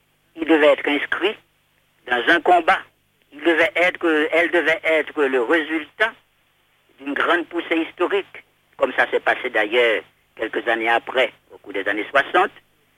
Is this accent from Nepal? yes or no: no; Haiti